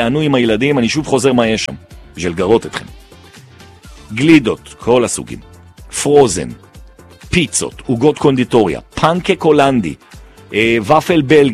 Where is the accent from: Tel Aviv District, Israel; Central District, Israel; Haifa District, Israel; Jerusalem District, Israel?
Jerusalem District, Israel; Jerusalem; אני גם ירושלמי, אז משהו פה עושה לי טוב.